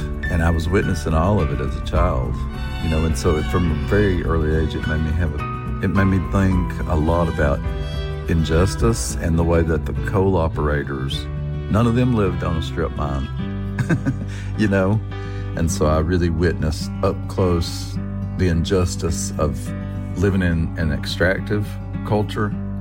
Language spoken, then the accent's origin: English; Kentucky, United States; now in Lexington, United States; I'm from Eastern Kentucky, and I live in Lexington, Kentucky. I lived in my hometown for the first 35 years of my life